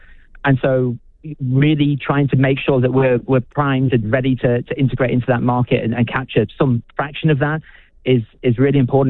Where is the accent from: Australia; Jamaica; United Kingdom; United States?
United Kingdom; now in New Zealand